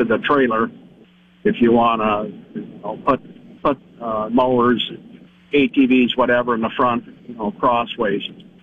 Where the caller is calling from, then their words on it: Sioux Falls, South Dakota, United States; Sioux Falls right now. We kind of drift around. Yeah, no, Sioux Falls.